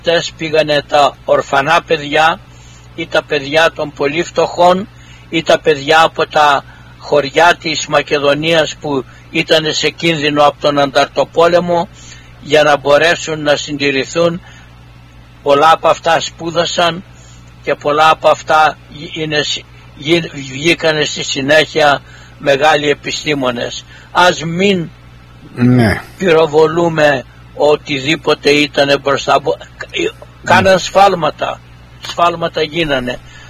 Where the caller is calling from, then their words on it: Northern Greece, Greece; Για εμάς που είμαστε από τη Βόρεια Ελλάδα